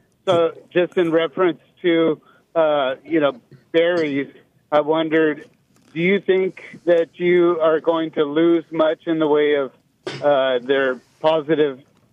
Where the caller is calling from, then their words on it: California, United States; I'm from Northern Humboldt